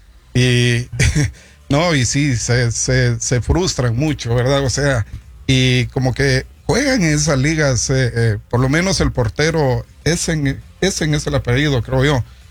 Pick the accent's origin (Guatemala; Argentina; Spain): Guatemala; pero lo que nosotros pensamos como guatemaltecos de que mejor Canadá que México.